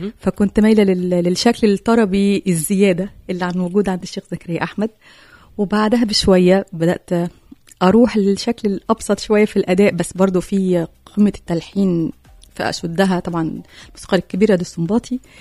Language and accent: Arabic; Egypt; وعندنا في مصر بنقول بنتسلطن اكتر.